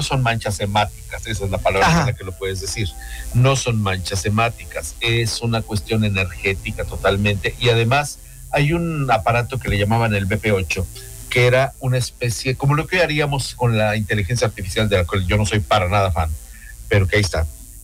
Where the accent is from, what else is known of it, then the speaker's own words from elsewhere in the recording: Mexico; A nivel religioso, yo soy totalmente mariano. Soy mexicano total.